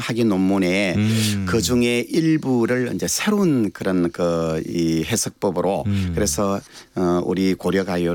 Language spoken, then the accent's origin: Korean; Uiryeong, South Gyeongsang, South Korea; 특히 또 제 고향에서 매년 이렇게 개최되고 있는